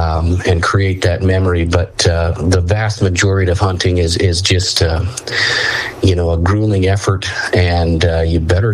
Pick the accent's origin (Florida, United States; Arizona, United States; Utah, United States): Utah, United States; hopefully represent my home state here in Utah in the West.